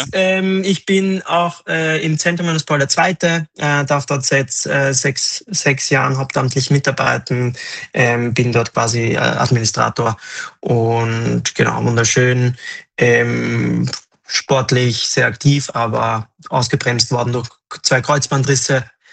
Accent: Austria; Wir sind beide Österreicher

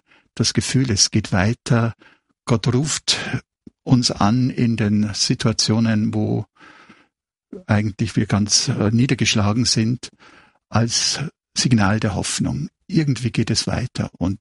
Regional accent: Bavaria, Germany; now in Austria; Ich stamme ursprünglich aus Bayern und fühle mich aber in Österreich sehr, sehr wohl.

